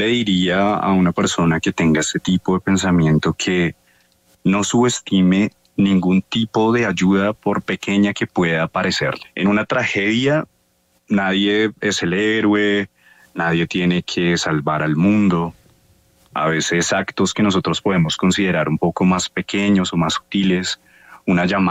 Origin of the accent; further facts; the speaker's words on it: Colombia; Como hermanos colombianos, como compatriotas.